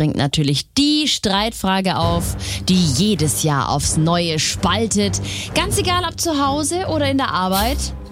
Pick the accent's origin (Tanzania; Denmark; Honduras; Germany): Germany; Baden-Württemberg; ich bin ein echter Schwabe.